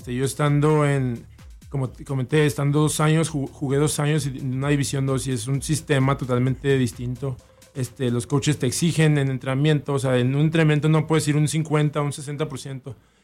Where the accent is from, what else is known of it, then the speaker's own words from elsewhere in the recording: Camargo, Chihuahua, Mexico; also born or lived in Juárez / Lacey, Washington; Soy jugador de básquetbol. Soy un chihuahuense. Nacido en Juárez, criado en Camargo.